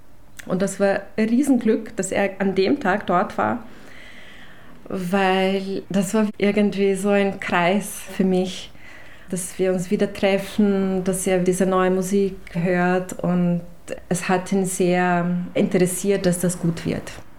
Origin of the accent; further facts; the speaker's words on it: Krško, Slovenia; In Kirschko, wo ich herkomme, habe ich in Big Band angefangen als Sängerin.